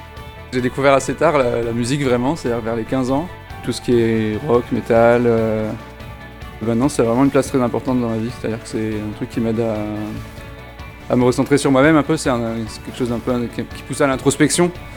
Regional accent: Toulouse, Occitanie, France; Bah, je viens de Toulouse, donc non, je t'ai jamais vu ici.

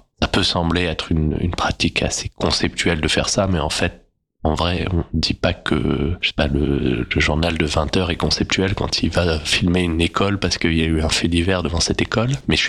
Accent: Île-de-France, France; l'île de France, là où j'ai grandi, et donc autour de Paris

